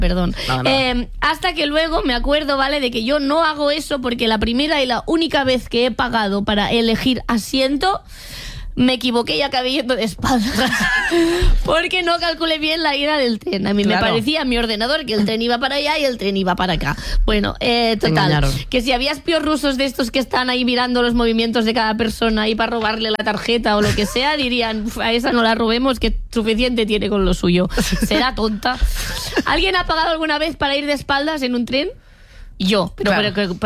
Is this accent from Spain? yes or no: yes; Catalonia, Spain; como persona catalana esto me